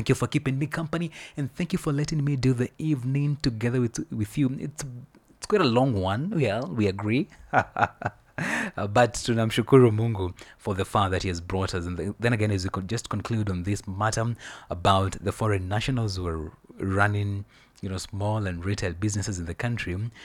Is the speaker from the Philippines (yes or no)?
no; Kenya; Leave aside being a Kenyan.